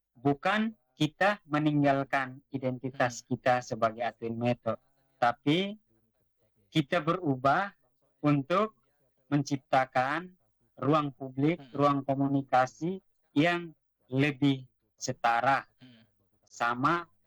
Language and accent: Indonesian; East Nusa Tenggara, Indonesia; moved away; sebagai orang Timor.